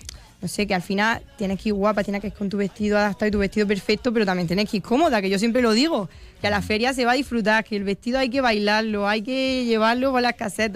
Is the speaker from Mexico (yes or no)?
no; Baza, Andalusia, Spain; a mí me encanta vender cosas de mi pueblo